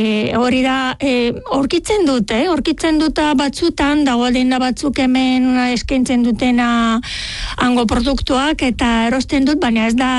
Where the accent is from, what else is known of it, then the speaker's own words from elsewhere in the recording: Stara Zagora, Stara Zagora Province, Bulgaria; moved away as an adult; now in Basque Country, Spain; Bulgariakoa naiz, nire iria... Justo Bulgarian erdian kokatuta dago, Staraz Zagora deitzen da, da bosgarren handiena, eta han bizi nintzen hogeita hamabost urte, ona etorri baino lehen